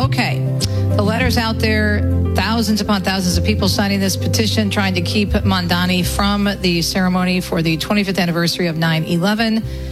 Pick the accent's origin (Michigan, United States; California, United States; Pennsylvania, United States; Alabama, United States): Michigan, United States; my home state of Michigan